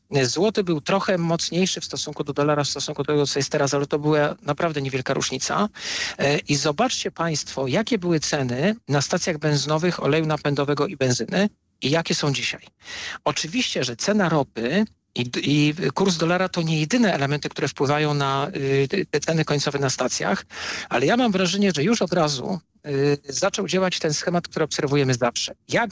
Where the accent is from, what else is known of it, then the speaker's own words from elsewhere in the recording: Kraków, Lesser Poland, Poland; Ja jestem z Krakowa